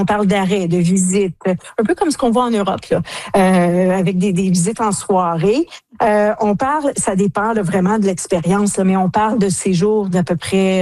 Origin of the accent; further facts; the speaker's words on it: Ontario, Canada; d'avoir cette expérience-là, là, de tourisme fluvial chez nous en Ontario.